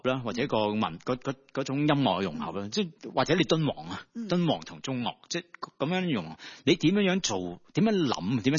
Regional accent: Hong Kong; 我哋香港人

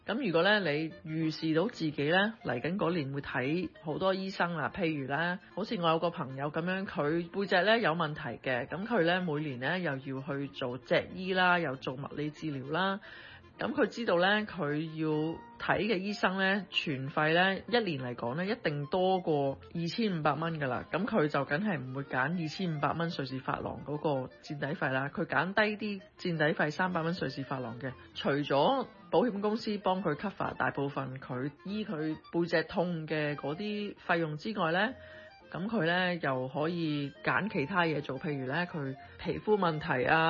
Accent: Hong Kong; 我哋香港人

